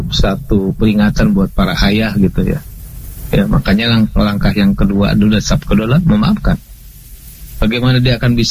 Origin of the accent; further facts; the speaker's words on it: West Sumatra, Indonesia; karena saya orang Sumatera Barat.